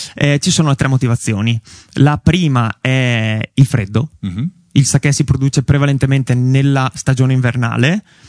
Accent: Feltre, Veneto, Italy; Io sono di Feltre

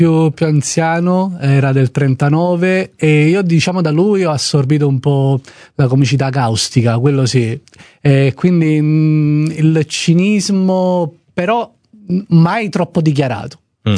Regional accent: Southern Italy, Italy

